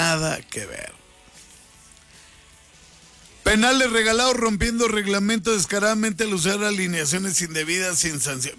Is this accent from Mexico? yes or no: yes; northern Mexico, Mexico; now in San Luis Potosí, Mexico; soy norteño, no soy potosino, soy norteño y estoy bien agradecido con la gente de aquí, pero mi ADN así lo traigo ya